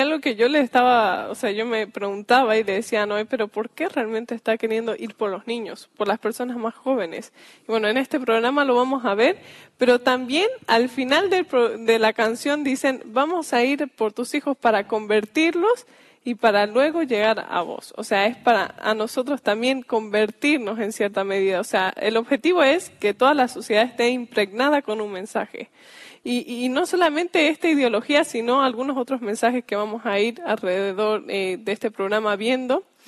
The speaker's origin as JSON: {"language": "Spanish", "country": "Bolivia", "said": "él es de Argentina, yo soy de aquí, de Bolivia."}